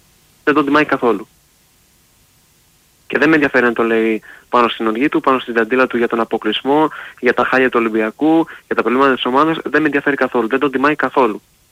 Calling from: Thessaloniki, Central Macedonia, Greece; όπως ξέρει ο Πάνος Θρύλος … από Σαλόνικα. Είμαι από Ζάκηνα αυτή την ώρα.

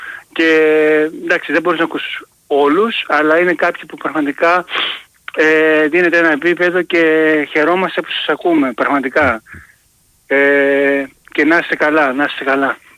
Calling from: Kalymnos, South Aegean, Greece; από Κάλυμνο.

